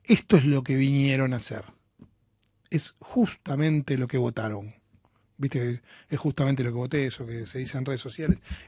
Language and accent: Spanish; Argentina